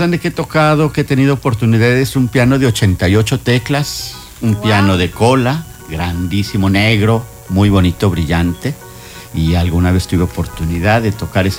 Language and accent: Spanish; Mexico City, Mexico; born there; Bueno, yo me acuerdo que era muy pequeño. Yo nací en la Ciudad de México y allá en el centro hay un parque muy famoso que se llama La Alameda.